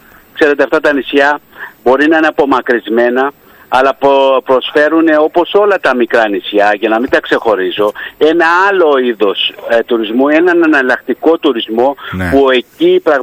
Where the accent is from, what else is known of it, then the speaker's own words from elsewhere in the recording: Ionian Islands, Greece; εγώ κατάγομαι από το ένα από αυτά τα τρία νησιά.